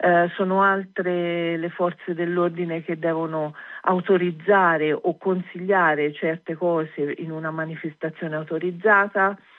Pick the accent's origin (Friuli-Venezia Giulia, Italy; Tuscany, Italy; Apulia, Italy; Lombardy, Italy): Tuscany, Italy; Siena; Allora, io sono di Siena